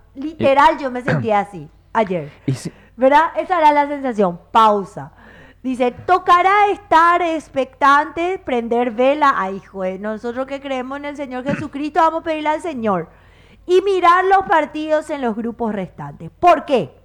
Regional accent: Paraguay; qué bueno que somos los paraguayos

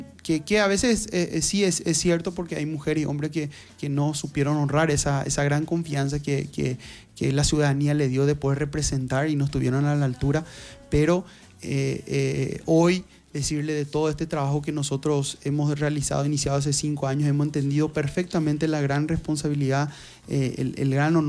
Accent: Santa Rita, Alto Paraná, Paraguay; yo nací aquí, nací en Santa Rita, hice mi escuela, mi colegio, mi facultad, mi trabajo, mi empresa, emprendí acá.

